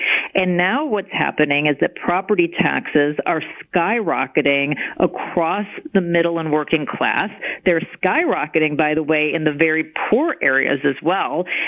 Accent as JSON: {"language": "English", "town": "Chicago", "region": "Illinois", "country": "United States", "tie": "born or raised there", "said": "he actually lived in my hometown of Chicago that is also run by commies today"}